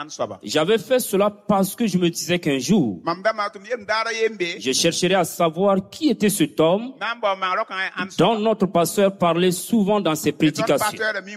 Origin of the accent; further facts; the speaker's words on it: DR Congo; now in Belgium; Je vis en Belgique. Mais je suis originaire de la RDC.